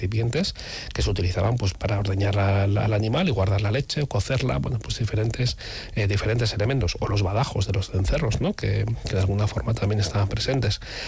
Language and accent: Spanish; Basque Country, Spain; Claro, y aquí viene, ¿no?, nuestro propio carácter como pueblo vasco.